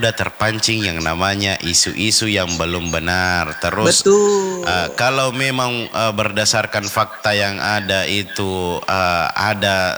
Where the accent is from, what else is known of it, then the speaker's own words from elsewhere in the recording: South Sulawesi, Indonesia; sebagai orang Bugis, kita Bugis atau orang Sulawesi Selatan lah